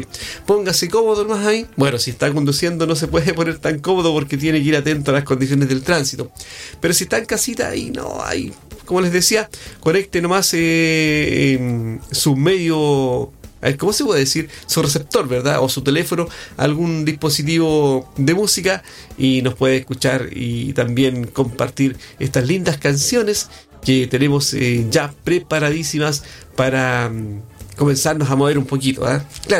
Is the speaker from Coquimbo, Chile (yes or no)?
no; Coronel, Biobío, Chile; nosotros somos de acá, de Coronel, pues, a nuestro coronel querido, acá en la región del Biobío.